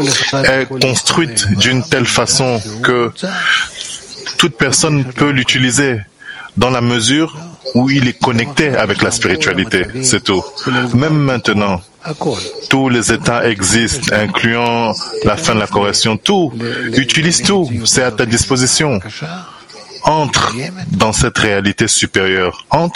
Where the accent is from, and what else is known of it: England, United Kingdom; French is a second language